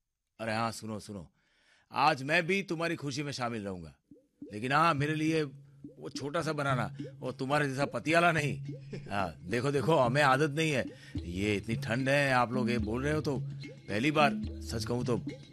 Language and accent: Hindi; Gujarat, India; अरे मैं तो शराब पीता ही नहीं, तो मालूम तो है मैं गुजरात से हूं।